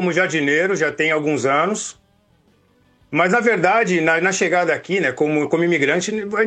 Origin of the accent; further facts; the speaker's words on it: Santos, São Paulo, Brazil; moved away as an adult; now in Mallorca, Spain; Eu sou oriundo de Santos, da mesma cidade aí do jornalista Ademir Quintino.